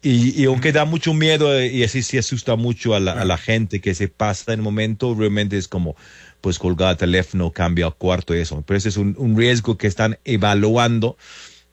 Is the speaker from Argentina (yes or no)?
no; England, United Kingdom; yo como soy de Inglaterra